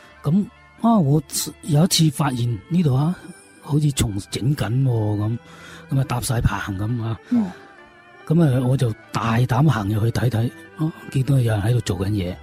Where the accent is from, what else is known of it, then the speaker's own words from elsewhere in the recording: Panyu, Guangdong, China; 因为我生于。番禺沙湾，沙湾古镇，我自细接触嘅好多建筑都系旧建筑